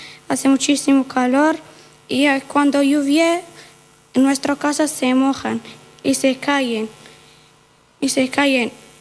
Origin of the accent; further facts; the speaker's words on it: Tindouf, Tindouf Province, Algeria; born there; Spanish is a second language; Yo soy saharaui, nací en el desierto, en los campamentos de refugiados de Tindouf, Argelia.